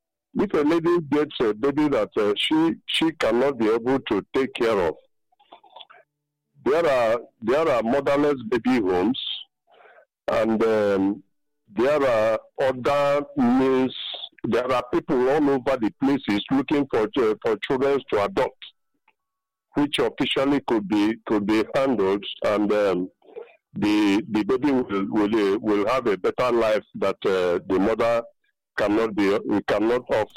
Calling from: Enugu, Enugu State, Nigeria; I'm calling from MNA in Enugu.

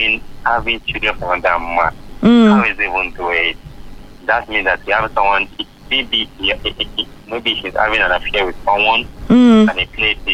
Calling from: Canada; I'm calling from Canada.

